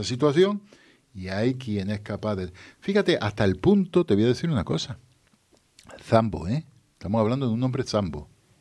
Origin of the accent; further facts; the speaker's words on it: Úbeda, Andalusia, Spain; de mi pueblo, de Úbeda, sí, donde yo nací.